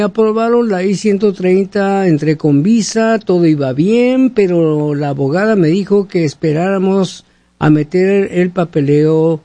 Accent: Mexico; now in United States; Tengo residencia, tengo pasaporte vigente, no tengo los boletos y soy de México.

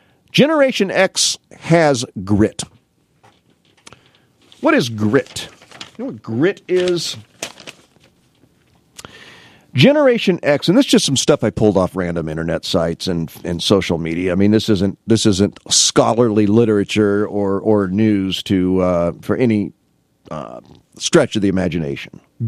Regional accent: Canton, Illinois, United States; I grew up in Canton, as you know from listening to the show.

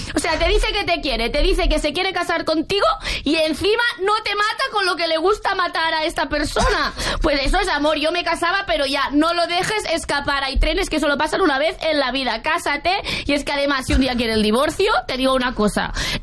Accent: Andalusia, Spain; Aquí sí que soy andaluza.

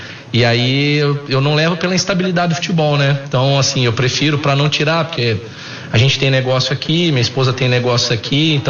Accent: Campinas, São Paulo, Brazil; Sou daqui mesmo. Sou nascido em Campinas, ali, né, na região ali do Padre Manuel da Nóbrega. Aí, com uns 11 anos, eu fui ali pro Jardim Aurélio, Interlagos, aquela região onde eu morei até os 30. Casei e agora hoje eu moro mais na região do Taquaral.

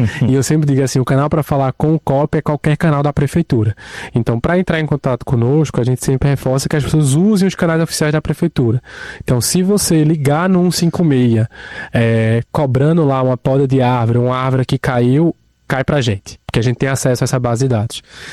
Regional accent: Pernambuco, Brazil; eu não sou natural de Recife, eu sou do interior do estado.

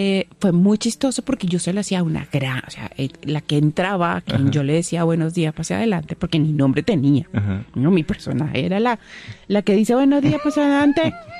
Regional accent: Valencia, Carabobo, Venezuela; yo soy de Valencia, mi hermana llegaba a Valencia

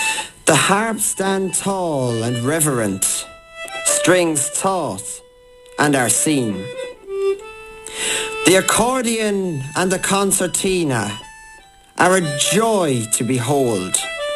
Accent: Kilfine, County Mayo, Ireland; I am from Kilfine, County Mayo.

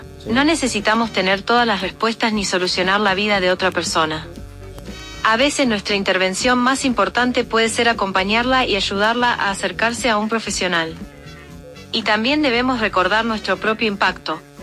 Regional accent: Argentina; now in Mexico; la argentina más mexicana.

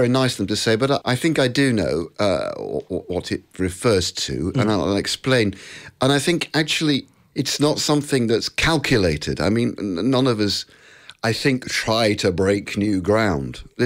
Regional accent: United Kingdom; I think the moment you come here as a British person, you have a sense of a different psyche amongst everybody.

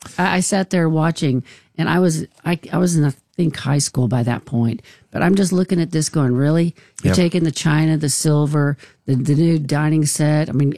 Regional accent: Idaho, United States; So I grew up in Idaho, which is a community property state.

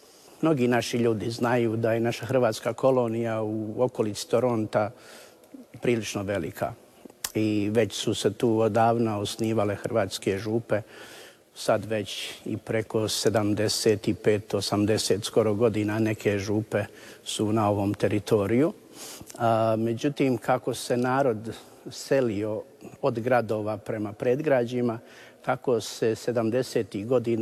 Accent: Rinovci, Federation of Bosnia and Herzegovina, Bosnia & Herzegovina; moved away as an adult; now in North America; Inače sam rodom iz Rinovaca, koja su ponikla mnoga zvanja tijekom prošloga stoljeća, i svećeničkih i redovničkih. Rođen sam 74. godine, gimnaziju sam završio u Visokom i u Sinju

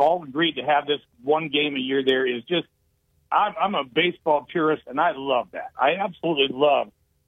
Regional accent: Wadsworth, Ohio, United States; moved away; I'm from Wadsworth originally

